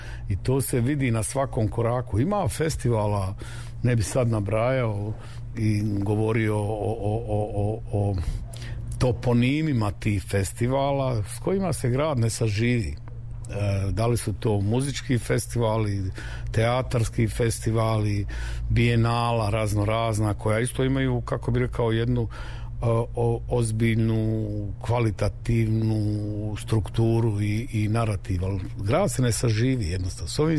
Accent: Sarajevo, Federation of Bosnia and Herzegovina, Bosnia & Herzegovina; ali odgovorno tvrdim, ne kao Sarajlija i čovjek koji voli ovaj grad, da je ovo najjači festival.

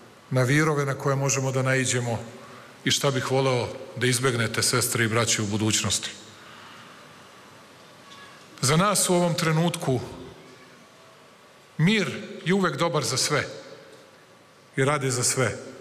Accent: Belgrade, Serbia; born there; Ja nisam srbijanac, iako sam rođen u Beogradu i Srbiji.

